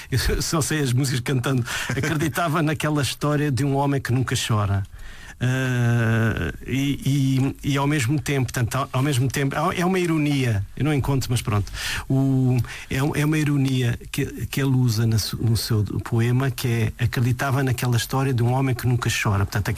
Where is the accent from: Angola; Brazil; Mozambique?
Mozambique; born there; por ser da minha terra, né, onde eu nasci.